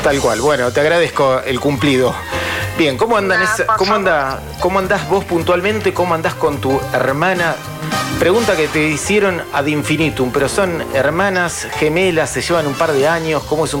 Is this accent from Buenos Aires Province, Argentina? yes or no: no; Firmat, Santa Fe, Argentina; moved away as an adult; now in Rosario, Argentina; yo en mi caso ni siquiera soy rosarino, soy de pueblo, que vine, soy de Firmachester, de Firmat, pero bueno, radicado, me vine a estudiar como tantos otros